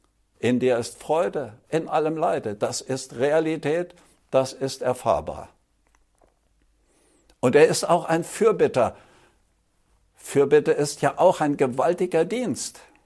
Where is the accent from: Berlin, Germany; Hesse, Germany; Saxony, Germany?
Saxony, Germany; ich komme ja aus Sachsen.